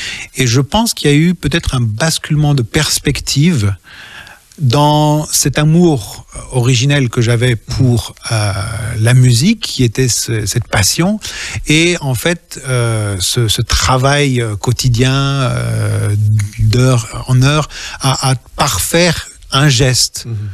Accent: Madagascar; parce que je venais de Madagascar, que je n'avais jamais entendu ce genre de musique, j'ai ouvert grand les yeux.

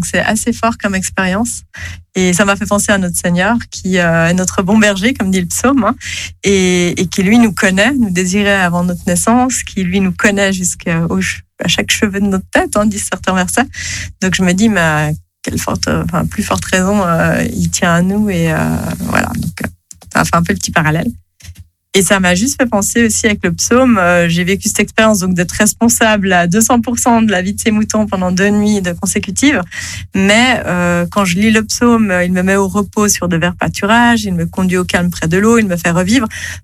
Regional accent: Geneva, Switzerland

